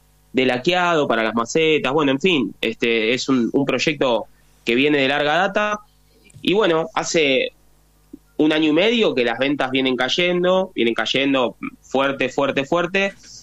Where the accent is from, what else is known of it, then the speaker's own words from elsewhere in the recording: Tigre, Buenos Aires Province, Argentina; born there; yo tengo 42 años y nací en Tigre, a 4 cuadras del Puerto de Frutos.